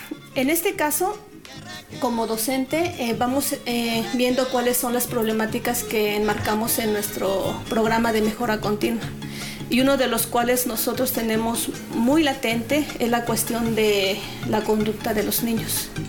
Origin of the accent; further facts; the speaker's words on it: San Marcos Tlacoyalco, Puebla, Mexico; vengo de la comunidad de San Marcos Tlacoyalco.